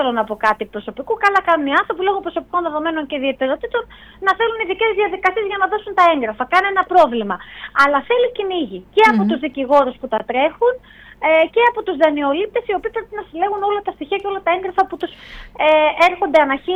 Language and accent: Greek; Kefalonia, Ionian Islands, Greece; στο χωριό μου στην Κεφαλονιά